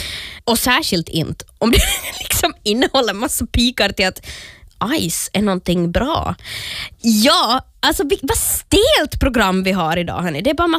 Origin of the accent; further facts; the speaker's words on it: Jakobstad, Ostrobothnia, Finland; Jakobstad där jag är född och uppvuxen och spenderar mycket tid.